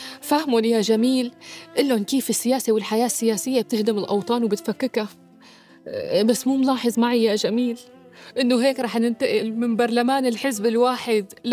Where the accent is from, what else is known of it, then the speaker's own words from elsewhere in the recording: Syria; هلأ نحن كشعب سوري شلون بدنا نعمل رقابة على أداء الحكومة على عمل الوزراء؟